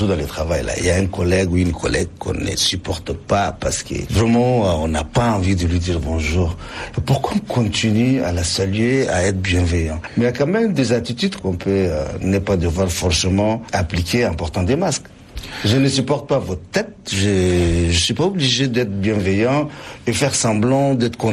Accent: Chad; chez nous, les Tchadiens.

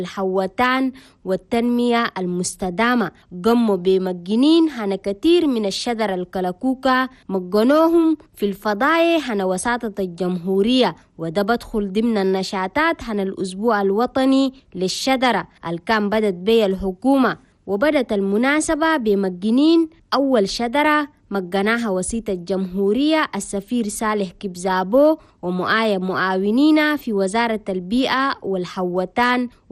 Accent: Chad; حنا بلدنا تشاد

